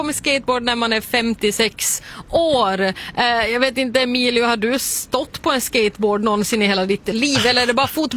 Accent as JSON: {"language": "Swedish", "town": "Sundom", "region": "Ostrobothnia", "country": "Finland", "tie": "born or raised there", "said": "Alltså vi hade ju en fritidsgård i byn där jag växte upp i Sundom som hette Vinden"}